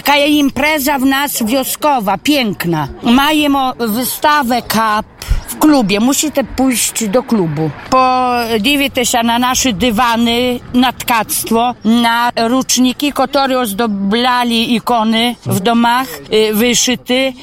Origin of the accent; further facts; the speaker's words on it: Rohacze, Podlaskie Voivodeship, Poland; also born or lived in Białystok; Ja pochodzę z Rohacz, z siej wioski. Urodziła się tutaj w Rohaczach. Potem wyjechała do Białostoku do roboty, ale na emeryturę zjechała siuda.